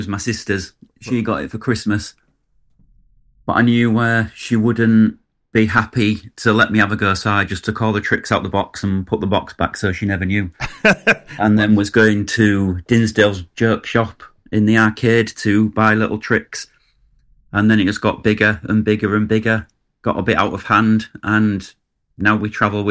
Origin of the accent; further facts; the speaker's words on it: Hull, Yorkshire and the Humber, United Kingdom; we're both from Hull and lived about 5 minutes apart from each other.